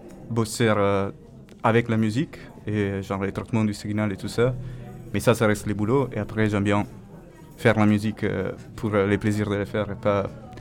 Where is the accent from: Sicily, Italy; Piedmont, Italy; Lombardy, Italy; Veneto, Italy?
Lombardy, Italy; Milan; moved away as an adult; now in Grenoble, France; Je suis à Grenoble depuis 4 ans, mais avant j'étais à Milan, où je suis grandi en fait.